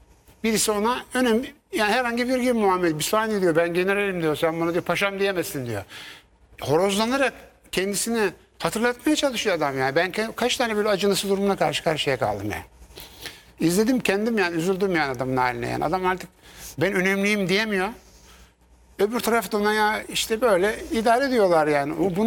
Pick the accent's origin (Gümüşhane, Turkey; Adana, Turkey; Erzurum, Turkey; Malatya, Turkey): Gümüşhane, Turkey; ben Gümüşhane'liyim mesela. O zaman 15 bin nüfuslu olan bizim Gümüşhane'nin içerisinde terör olayları olmaya başladı